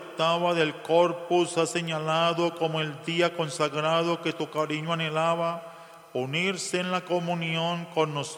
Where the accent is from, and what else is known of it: Colombia